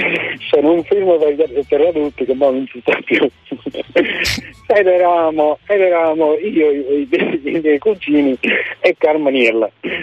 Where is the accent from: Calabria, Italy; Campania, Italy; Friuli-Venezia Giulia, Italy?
Campania, Italy; Frattamaggiore; Che sono di Fratta Maggiore.